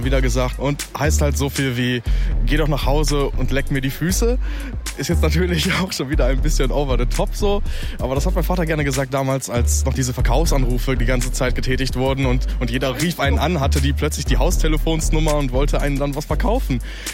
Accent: Lippstadt, North Rhine-Westphalia, Germany; Ich komme aus Lippstadt. Ich habe Wurzeln in Rumänien

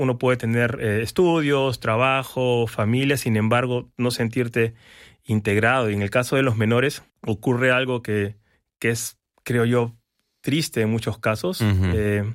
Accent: Peru; now in Germany; soy de Perú.

